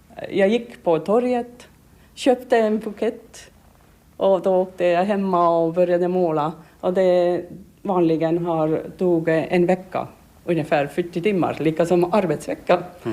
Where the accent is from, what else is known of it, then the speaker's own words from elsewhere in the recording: Tallinn, Harju County, Estonia; now in Sweden; Att jag kom från Tallinn och det är alldeles annorlunda där.